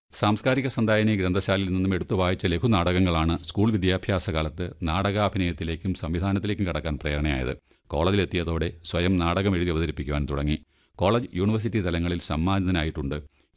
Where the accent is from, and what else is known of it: Clappana, Kerala, India; born or raised there